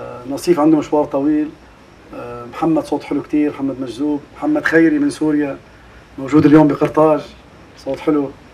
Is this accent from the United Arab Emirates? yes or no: no; Lebanon; انا مواطن لبناني، هذا بلدي، هذا انا الوطن النهائي إلي، انا بدي اعيش فيه انا واولادي واولاد اولادي